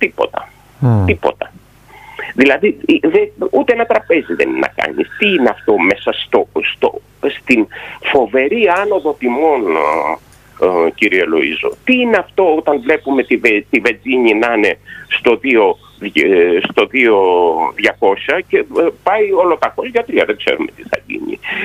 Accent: Central Greece, Greece; εγώ, επειδή είμαι Ρουμελιώτης και είμαστε δωρηήσιμοι, έτσι.

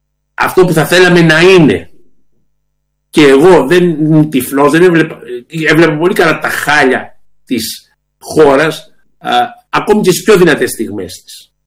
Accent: Greece

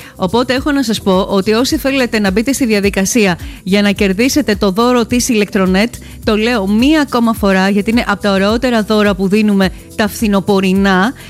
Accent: Peloponnese, Greece; Την κάνουμε παραδοσιακά στη πατρίδα μου.

